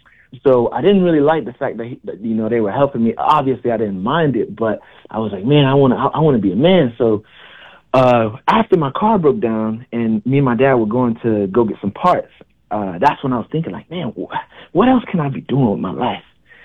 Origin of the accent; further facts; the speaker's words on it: Miami, Florida, United States; moved away as an adult; now in Iowa, United States; So from Miami, Florida, I was born and raised there 23 years, and now I'm flying out to Iowa.